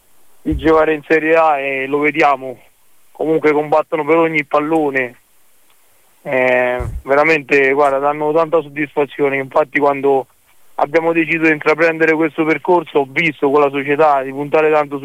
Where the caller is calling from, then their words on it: Rome, Lazio, Italy; sono romano